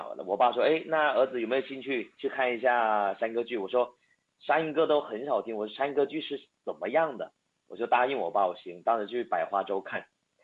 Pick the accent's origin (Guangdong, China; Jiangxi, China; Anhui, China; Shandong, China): Guangdong, China; Meizhou; 本身我就是一个土生土长的梅州人，客家人。